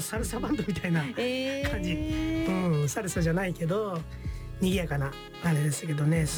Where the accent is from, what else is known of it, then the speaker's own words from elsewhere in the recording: Yokohama, Kanagawa, Japan; 横浜、私の地元ですけども